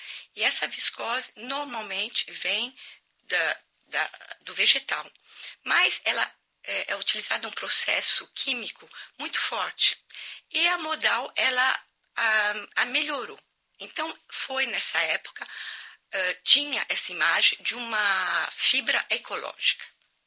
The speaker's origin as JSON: {"language": "Portuguese", "country": "Brazil", "moved": "as an adult", "lives_now": "France", "said": "Vim do Brasil há mais de 30 anos"}